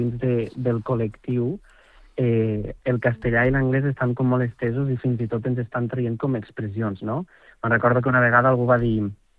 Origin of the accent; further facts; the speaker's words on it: Catalonia, Spain; jo soc de Ponent i hi ha un paisatge de Terra Baixa que em ressona molt